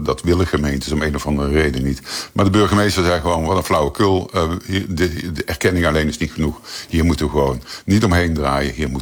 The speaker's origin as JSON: {"language": "Dutch", "town": "Maastricht", "region": "Limburg", "country": "Netherlands", "tie": "born there", "said": "Ik kom uit Maastricht en ik ging in die buurt stappen als puber."}